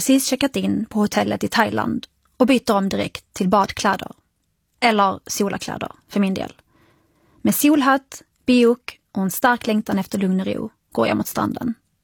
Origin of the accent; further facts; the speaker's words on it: Sweden; Att växa upp som arab i Sverige efter 11 september innebär att jag konstant behövt bemöta fördomsbilden av en arab